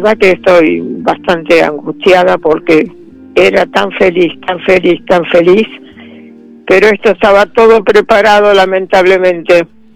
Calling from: San Clemente, Buenos Aires, Argentina; de Sancle.

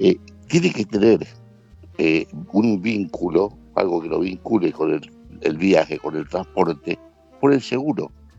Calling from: Buenos Aires, Argentina

